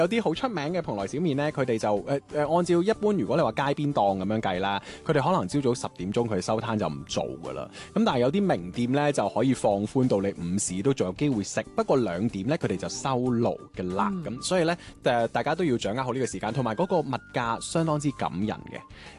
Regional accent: Guangdong, China; 佢更加有少少似我哋廣東人平時食嗰啲碗仔翅咧

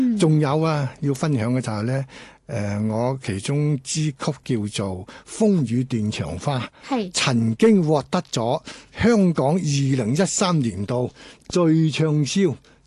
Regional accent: Guangdong, China; 所以呢樣嘢咧，嶺南文化對我哋廣府人嚟講咧，係好多共同點嘅。

